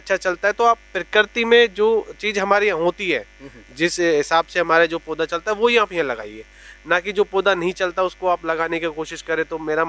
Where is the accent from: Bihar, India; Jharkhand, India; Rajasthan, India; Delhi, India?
Rajasthan, India; और मैं मालाखेड़ा ग्राम सुमेल का रहने वाला हूँ और मैं यहाँ खेती करता हूँ